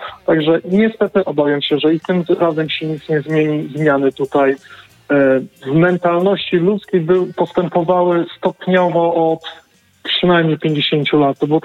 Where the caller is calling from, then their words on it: United Kingdom; Skoro dzwonię z Wielkiej Brytanii